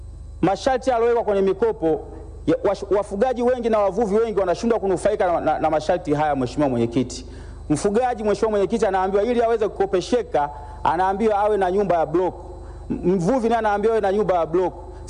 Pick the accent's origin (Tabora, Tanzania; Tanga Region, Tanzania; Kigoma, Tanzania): Tabora, Tanzania; Uyui District; mimi natokea wilaya ya Uyui ambayo humo humo linapatikana jimbo langu la Igalula mheshimiwa mwenyekiti, ambao mimi naishi pamoja na wananchi wangu wa jimbo la Igalula.